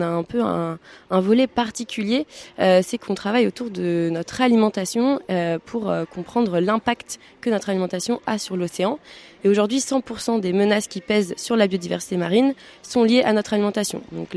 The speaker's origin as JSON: {"language": "French", "town": "La Tranche-sur-Mer", "region": "Pays de la Loire", "country": "France", "tie": "born or raised there", "said": "j'ai grandi à la Tranche-sur-Mer, à 500 mètres de la plage."}